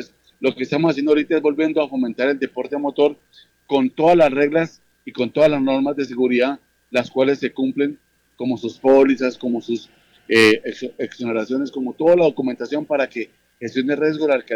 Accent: Tunja, Boyacá, Colombia; born there; now in Yopal, Colombia; Yo nací acá en Tunja, yo vivo en Yopal, pero yo nací acá en Tunja

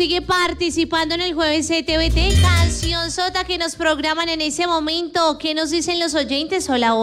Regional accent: Boyacá, Colombia; de sentirnos orgullosos, mejor dicho, de nuestro pueblo boyacense

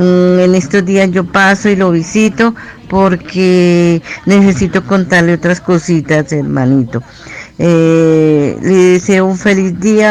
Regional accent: Garagoa, Boyacá, Colombia; soy de Garagoa

